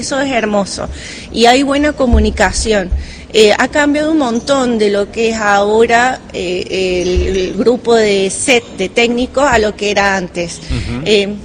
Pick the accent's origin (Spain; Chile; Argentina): Argentina; Villa Mercedes, San Luis; yo soy de Villa Mercedes, que por ahí el alcance es más limitado